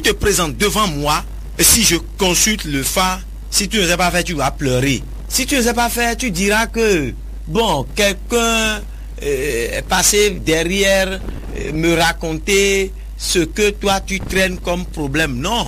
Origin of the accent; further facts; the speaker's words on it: Benin; Je suis béninois.